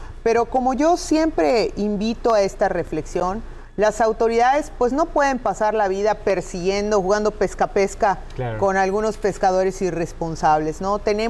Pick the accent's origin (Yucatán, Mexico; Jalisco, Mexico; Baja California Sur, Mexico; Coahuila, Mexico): Yucatán, Mexico; Progreso; Yo soy del municipio de Progreso